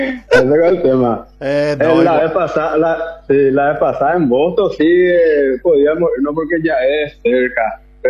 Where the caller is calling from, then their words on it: Paraguay; la mayoría somos todos paraguayos.